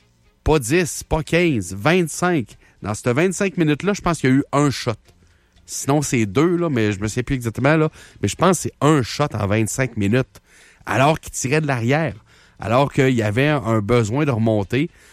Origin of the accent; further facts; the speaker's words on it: Gatineau, Quebec, Canada; Moi, je suis quelqu'un de Gatineau.